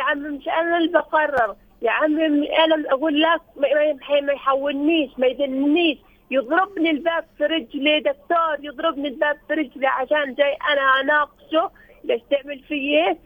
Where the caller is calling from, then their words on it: Hebron, West Bank, Palestine; انا من الخليل